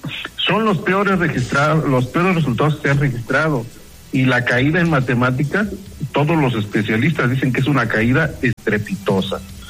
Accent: Mexico; como mexicanos y como mexicanos todos

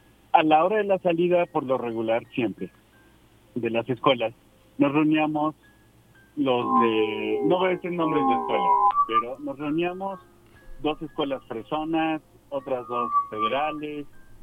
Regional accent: Puebla, Mexico; mi niñez ahí en La Libertad fue mágico.

